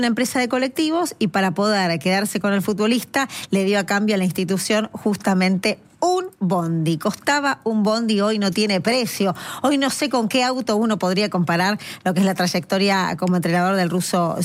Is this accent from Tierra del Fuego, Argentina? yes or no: no; Jáuregui, Buenos Aires, Argentina; yo soy de Jauregui.